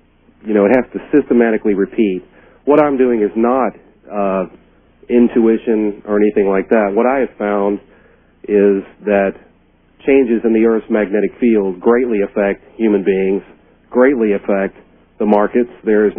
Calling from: Tennessee, United States; in Tennessee.

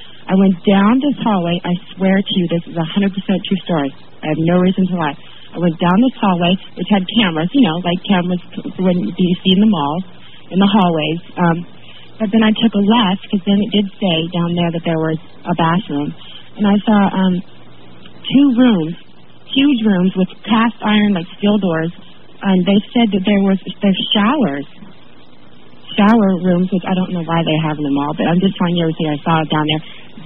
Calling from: Auburn, Washington, United States; I'm from Auburn, Washington.

